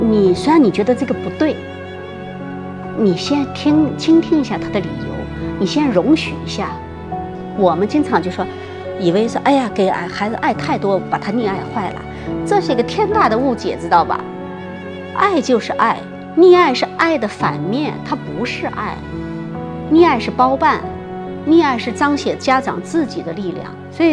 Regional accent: Inner Mongolia, China; moved away; 这是我第一次回家乡接受访谈，真的特别荣幸。作为土生土长的内蒙古人，我非常热爱

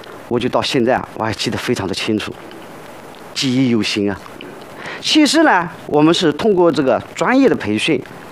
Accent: Wuwei, Anhui, China; 我害怕过，因为我的老家是在无为，它是鱼米之乡。

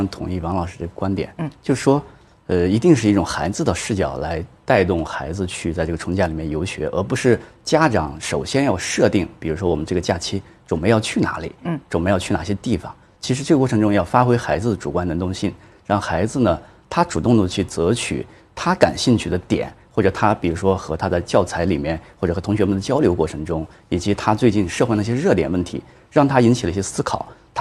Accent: Dunhuang, Gansu, China; 我的家乡甘肃敦煌

